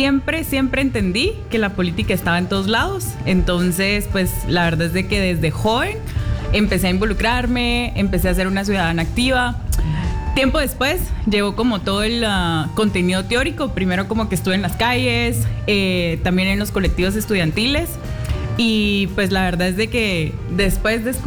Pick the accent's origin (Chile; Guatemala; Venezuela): Guatemala; soy una joven guatemalteca, siempre apasionada por los temas de la política y la vida social.